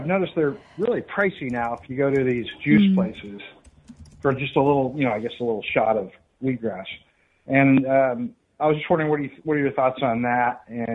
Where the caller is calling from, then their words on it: Orange County, California, United States; I'm in the OC.